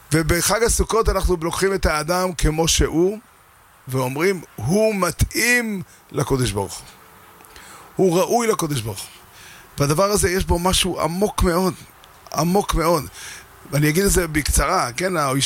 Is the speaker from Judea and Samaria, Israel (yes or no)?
no; Safed, Northern District, Israel; גדלתי בצפת